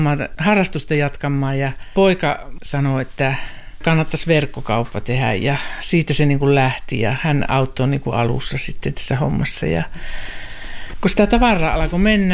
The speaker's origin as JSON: {"language": "Finnish", "town": "Sotkamo", "region": "Kainuu", "country": "Finland", "tie": "born or raised there", "also_born_or_lived": "Kajaani", "said": "Ja minun juuret alkoi syvästi Sotkamossa ja Sotkamon jymyissä, mutta aikuiselämä asunut Kajaanissa."}